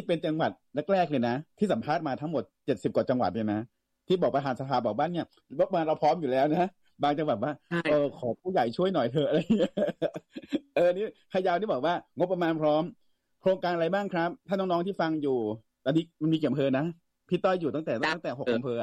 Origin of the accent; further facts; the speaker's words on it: Mae Chai, Phayao, Thailand; now in Bangkok, Thailand; เป็นคนพะเยานะสมัยโน้นเนี่ย